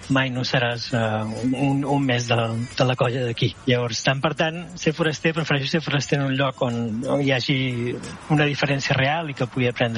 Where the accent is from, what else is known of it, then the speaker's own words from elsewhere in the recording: Catalonia, Spain; moved away as an adult; now in Caribbean; a mi com a català